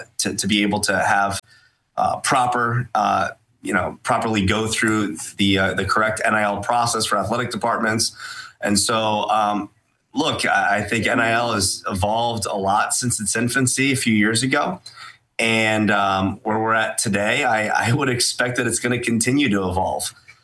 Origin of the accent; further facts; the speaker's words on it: Buffalo, New York, United States; growing up in Buffalo, New York, sports is very woven into the fabric of the community there, right?